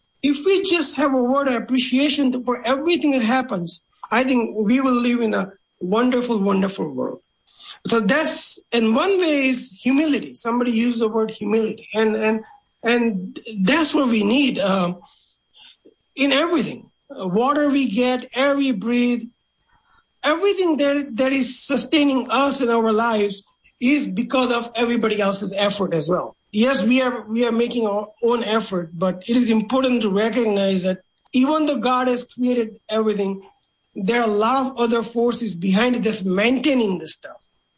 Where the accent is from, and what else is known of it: India; born or raised there